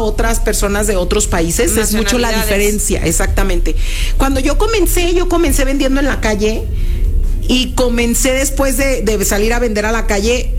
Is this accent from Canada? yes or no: no; Guadalajara, Jalisco, Mexico; moved away as an adult; now in Barcelona, Spain; yo soy de Guadalajara